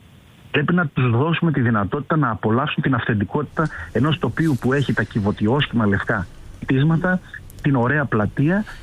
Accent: Greek islands, Greece; Ως νησιώτες κι εγώ

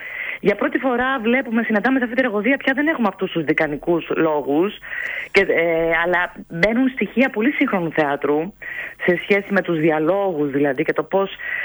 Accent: Greece; που είμαι σε αυτόν τον τόπο και που είμαι Ελληνίδα

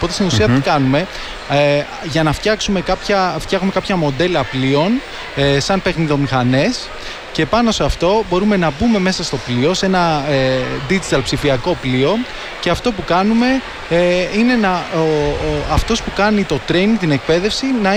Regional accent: Greece

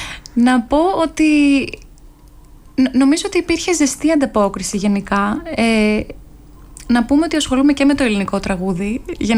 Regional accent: Greece; moved away as an adult; now in New York, United States; είμαι τώρα στη Νέα Υόρκη πάνω από 15 χρόνια. Έκανα αυτά που ήθελα να κάνω όταν πρώτο έφυγα από την Ελλάδα.

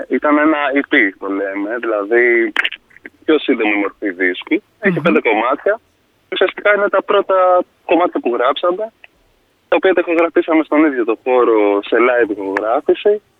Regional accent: Lamia, Central Greece, Greece; Οι τρεις που είμαστε από Λαμία που δημιουργήσαμε και την μπάντα γνωριζόμαστε από παλιότερα, από την πόλη που καταγόμαστε.

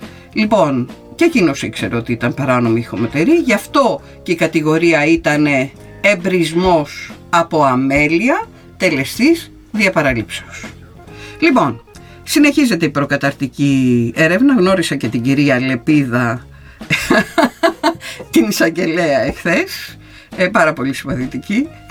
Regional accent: Kalamoti, North Aegean, Greece; σε ένα άλλο χωριό που μεγάλωσα στην Καλαμωτή της Χίου

